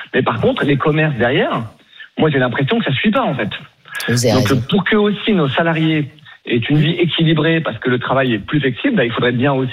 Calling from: Paris, Île-de-France, France; moi j'habite à Paris

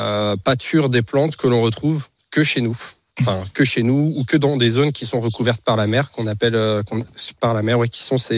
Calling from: Normandy, France; notre belle région et notre belle baie.

